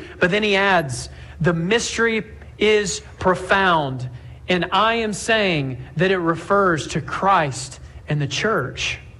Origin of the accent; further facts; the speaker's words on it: Montgomery, Alabama, United States; I am from Montgomery, Alabama, and had a front row seat to real life heroes.